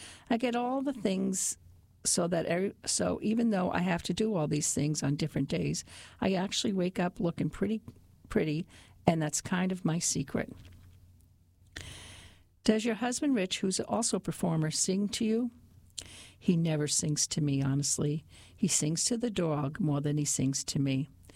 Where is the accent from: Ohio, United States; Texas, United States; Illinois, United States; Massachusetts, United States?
Massachusetts, United States; now in Rhode Island, United States; I grew up in Massachusetts, right near the Rhode Island border